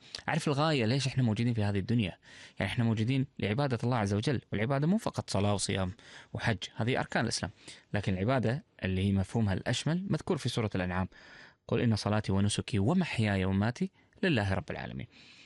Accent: Kuwait; والله أنا أشوف بالمكاتب اللي موجودة عندنا بالكويت

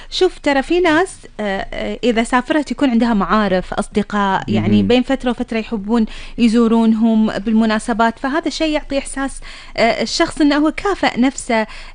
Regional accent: Kuwait; لما صار عندنا بالكويت خليج 26

